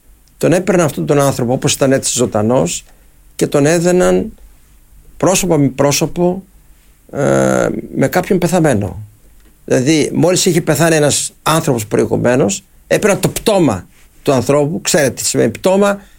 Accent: Greece; είμαστε Έλληνες

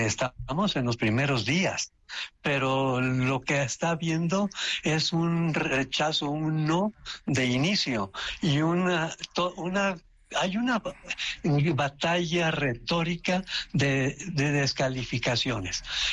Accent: Mexico

